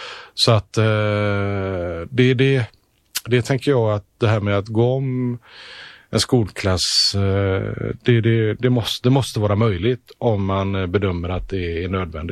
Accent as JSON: {"language": "Swedish", "country": "Netherlands", "tie": "born or raised there", "said": "Jag har ju själv lite olika tillfällen berättat om min egen bakgrund där jag växte upp under en period i Nederländerna, Holland."}